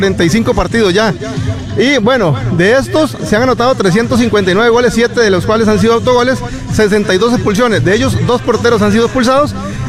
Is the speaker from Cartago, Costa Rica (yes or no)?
no; Nandayure, Guanacaste, Costa Rica; No, ya estoy viviendo acá en la zona. Yo soy de Nandayure, entonces voy para el año de vivir por acá.